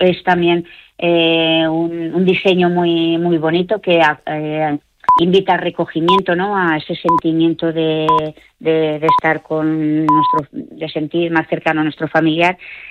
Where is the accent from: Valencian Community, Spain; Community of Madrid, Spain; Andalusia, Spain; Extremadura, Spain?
Valencian Community, Spain; Torrent; yo soy de Torrent, vivo aquí en Torrent, entonces lo siento como lo tengo más cercano